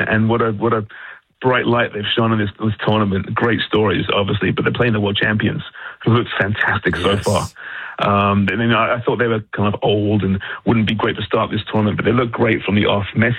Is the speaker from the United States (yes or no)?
no; England, United Kingdom; which, as an Englishman, terrifies me.